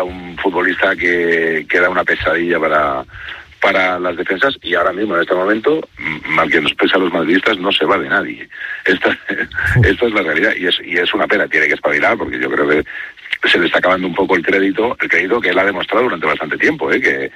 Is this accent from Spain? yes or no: yes; Spain; Yo soy español por un lado, por lo tanto me decanto por Lamine